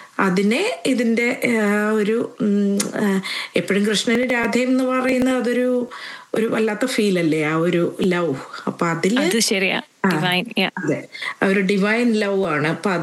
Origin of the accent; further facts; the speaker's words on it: Kerala, India; moved away as an adult; now in Melbourne, Australia; ഞാനൊക്കെ നാട്ടിൽ നിന്ന് പോരുന്നതിന് മുമ്പുള്ള ഓണം എന്ന് പറയണത് നല്ല രസമായിരുന്നു